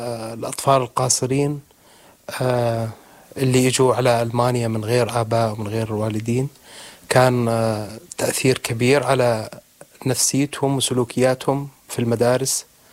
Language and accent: Arabic; Daraa Governorate, Syria; moved away as an adult; now in Berlin, Germany; من سوريا، من محافظة درعا. أنا في ألمانيا من 2015، كنت أعمل في سوريا مدرس لغة عربية